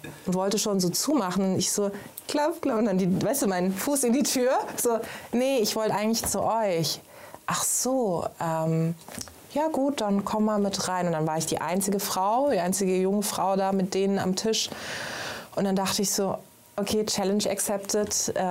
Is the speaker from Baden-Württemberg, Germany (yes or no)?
yes; Karlsruhe, Baden-Württemberg, Germany; in Karlsruhe, in meinem Heimatort, habe ich in der Kreisgeschäftsstelle, so heißt es, also ihre Repräsentanz, geklopft